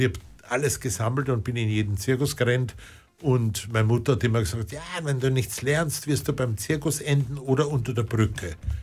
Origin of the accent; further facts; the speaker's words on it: St. Pölten, Lower Austria, Austria; ich bin in St. Pölten, in der Nähe, wo ich aufgewachsen bin